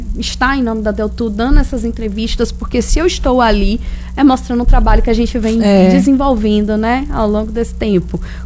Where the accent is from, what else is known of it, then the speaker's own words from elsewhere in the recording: Salvador, Bahia, Brazil; also born or lived in Baixa Grande, Bahia / Pintadas, Bahia; Sou de Salvador.